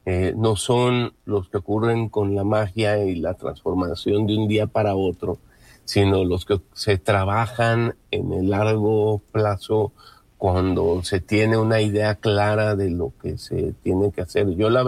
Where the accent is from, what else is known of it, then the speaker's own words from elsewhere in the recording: Mexico; nosotros, porque somos de México y le vamos a México